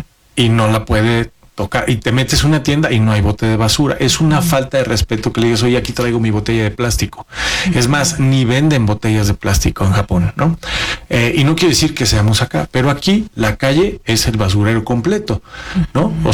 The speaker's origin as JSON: {"language": "Spanish", "country": "Mexico", "said": "así somos los mexicanos"}